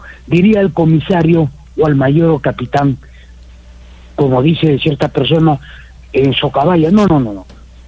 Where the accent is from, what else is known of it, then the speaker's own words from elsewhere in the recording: Miraflores, Arequipa, Peru; born there; Todos somos peruanos. Olvídese, mis padres son de Cusco, he nacido acá en Miraflores.